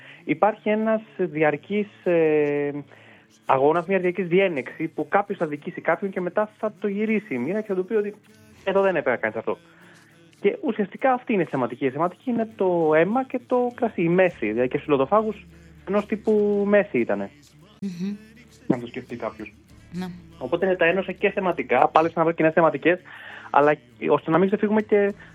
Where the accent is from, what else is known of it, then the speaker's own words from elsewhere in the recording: Greece; εμείς είμαστε Έλληνες